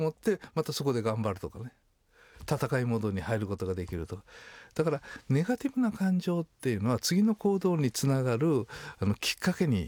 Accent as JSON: {"language": "Japanese", "region": "Ehime", "country": "Japan", "tie": "born or raised there", "also_born_or_lived": "Matsuyama", "said": "私愛媛県の山奥の出身なんですね。まあ、30軒ぐらいしか家がない山の中で"}